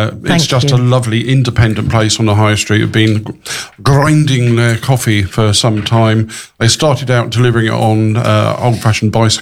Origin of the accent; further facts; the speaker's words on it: United Kingdom; Yeah, I never thought I'd end up with that title, especially as a British person.